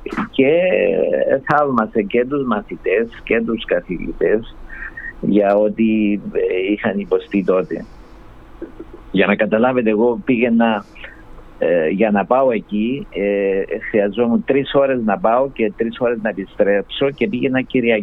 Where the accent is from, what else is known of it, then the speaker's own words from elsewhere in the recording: Katokopia, Nicosia District, Cyprus; εγώ κατάγομαι και εγώ από τα κατεχόμενα, και υπήρξα κοινοτάρχης του κατεχόμενου χωριού μου, λέγεται Κατοκοπιά στην περιοχή Μόρφου